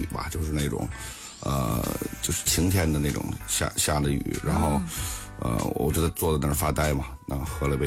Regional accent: Beijing, China; also born or lived in Harbin; 对，然后那个长在北京。

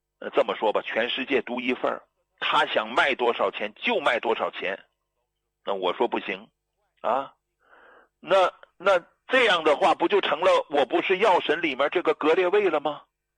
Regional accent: China; 因为我是中国人，而且我所用到的药材都是咱们中国产的

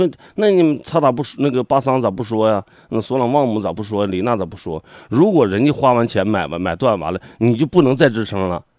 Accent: Zhaodong, Heilongjiang, China; moved away; 我故乡只有一个，黑龙江，黑龙江省肇东市东发乡同发村同仁堂屯儿，后边数第二趟杆儿。

